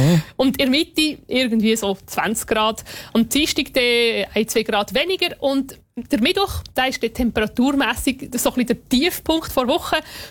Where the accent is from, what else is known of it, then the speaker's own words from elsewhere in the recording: Uri, Switzerland; Ich denke hier so als Urner, Rüstal, Glarnerland oder auch das Rheintal